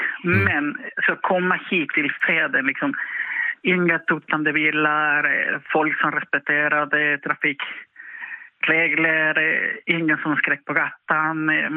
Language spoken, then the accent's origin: Swedish; Barranquilla, Atlántico, Colombia; Swedish is a second language; moved away as an adult; now in Vilhelmina, Sweden; från min hemstad som heter Barranquilla och ligger i Vitkaribien.